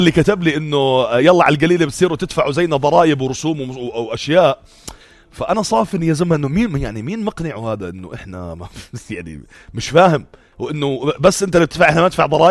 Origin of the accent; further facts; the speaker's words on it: Jordan; انا مواطن اردني